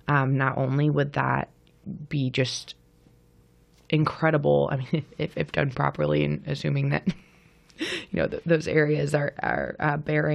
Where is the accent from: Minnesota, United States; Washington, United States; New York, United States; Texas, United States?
Texas, United States; moved away; I grew up in Central Texas.